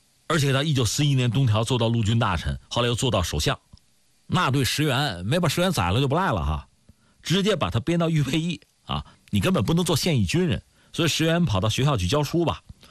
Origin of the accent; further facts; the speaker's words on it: China; 从我们中国人这个视角讲